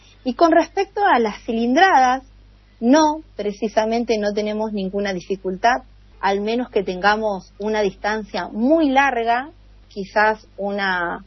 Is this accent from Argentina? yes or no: yes; Santo Tomé, Santa Fe, Argentina; Bueno, acá cerca tenemos a Paraná, así que siempre estamos con la gente de Entre Ríos, de Santa Fe. Yo soy de Santo Tomé, pero hay muchos integrantes que son de Santa Fe.